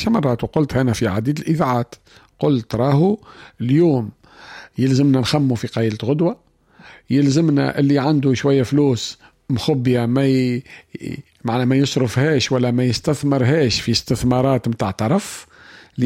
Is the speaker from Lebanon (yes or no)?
no; Tunisia; احنا في تونس